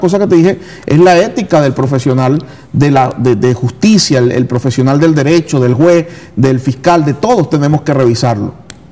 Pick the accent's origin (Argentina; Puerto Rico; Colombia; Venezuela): Venezuela; yo me uno a ese dolor de esa madre como venezolano